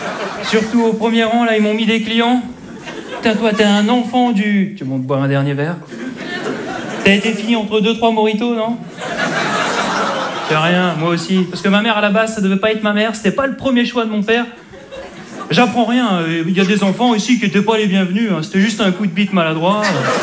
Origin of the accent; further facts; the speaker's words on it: Hauts-de-France, France; je suis un ch'ti. Alors je sais, au premier coup d'œil, ça se voit pas tout de suite, mais il y a toujours un parmésien pour me dire « C'est marrant … t'es un ch'ti et t'as pas d'accent. »